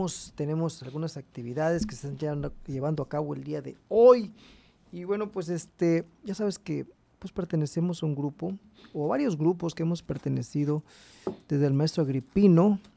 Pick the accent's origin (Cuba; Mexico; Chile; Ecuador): Mexico; Tierra Caliente